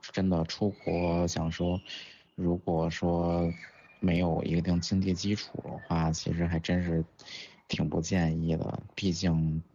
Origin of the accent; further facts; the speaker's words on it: China; 整个那个团体里就我一个中国人，啊，也就我一个黄皮肤。